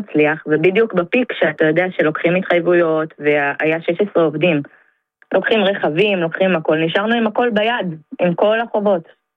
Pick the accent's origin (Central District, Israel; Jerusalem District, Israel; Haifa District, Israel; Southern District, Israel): Central District, Israel; Elad; אני מאלעד.